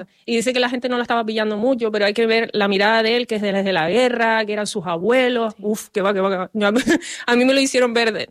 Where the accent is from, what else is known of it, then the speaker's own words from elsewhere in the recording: Fuerteventura, Canary Islands, Spain; cuando yo era pequeña, yo soy de Fuerteventura